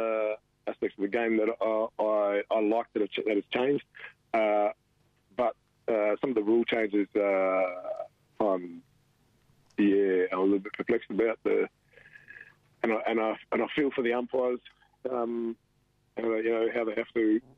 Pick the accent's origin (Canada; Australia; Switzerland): Australia; Western Australia; I come from Tamman.